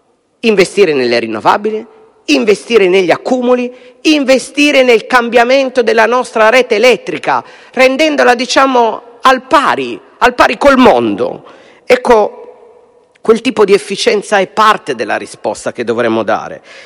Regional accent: Piedmont, Italy; io sono piemontese e le conosco bene

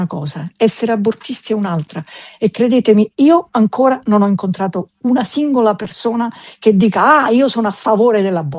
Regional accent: Tuscany, Italy; also born or lived in Sicily; sono siculo toscana.

